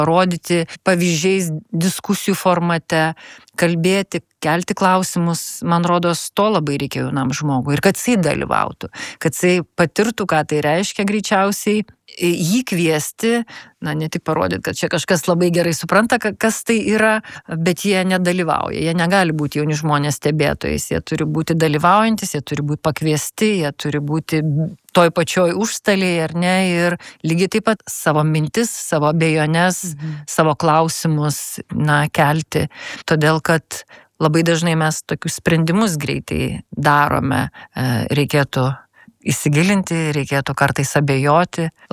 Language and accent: Lithuanian; Kaunas, Kaunas County, Lithuania; also born or lived in Vilnius; Aš kaunietė, Kaune, ant asfalto.